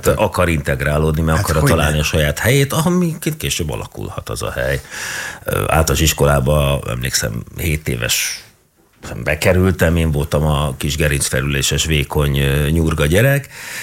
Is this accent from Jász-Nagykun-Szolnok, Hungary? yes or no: no; Budapest, Hungary; én meg Békásmegyeren nőttem föl